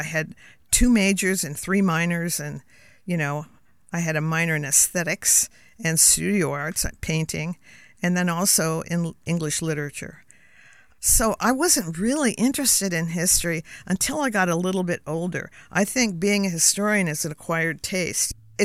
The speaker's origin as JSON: {"language": "English", "town": "San Diego", "region": "California", "country": "United States", "tie": "born or raised there", "moved": "as an adult", "said": "I grew up in San Diego, so I'm very Southern California."}